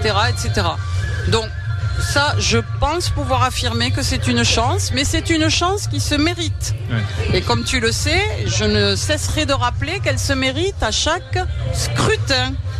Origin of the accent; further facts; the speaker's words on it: France; Bon, nous, on est français, il y en a un peu partout